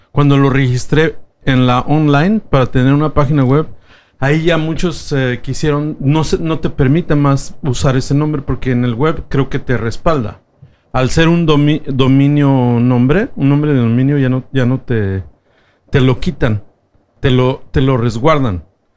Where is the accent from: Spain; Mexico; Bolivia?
Mexico; moved away; yo vengo de México